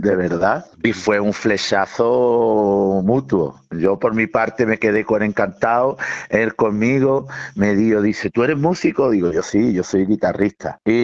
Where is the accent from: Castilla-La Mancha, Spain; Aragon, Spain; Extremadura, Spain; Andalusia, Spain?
Andalusia, Spain; Yo soy de Belén, Málaga.